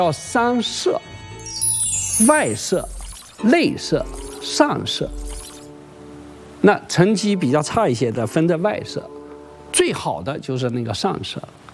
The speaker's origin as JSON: {"language": "Chinese", "country": "China", "said": "我们中国人啊"}